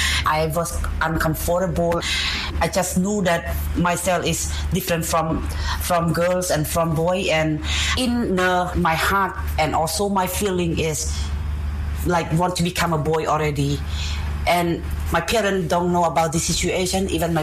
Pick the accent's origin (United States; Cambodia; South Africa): Cambodia; Siem Reap; I identify myself as a transgender when I was 12 years old, and I was born in Siem Reap in Kandrok village. It's a small village